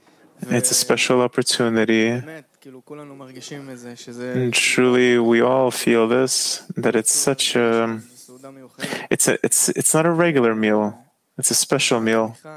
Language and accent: English; Yokneam, Northern District, Israel; By the way … from Yokneam